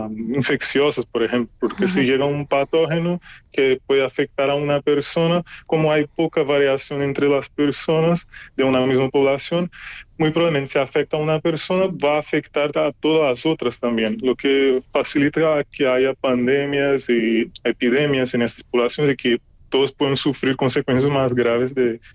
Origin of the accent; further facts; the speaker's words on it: Brazil; Spanish is a second language; moved away; investigadores que son de Latinoamérica, como yo también, que soy de Brasil